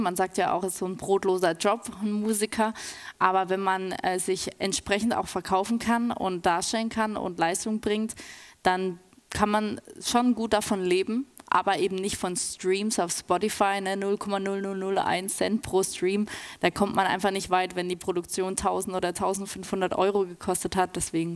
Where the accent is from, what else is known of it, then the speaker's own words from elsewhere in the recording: Baden-Württemberg, Germany; Ich komme aus Aachen, aus dem Ortenaukreis.